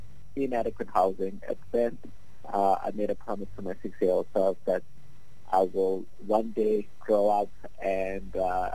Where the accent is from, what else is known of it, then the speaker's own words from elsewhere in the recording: Durban, KwaZulu-Natal, South Africa; I grew up in Township, KwaMashu, and in former settlements in Inanda.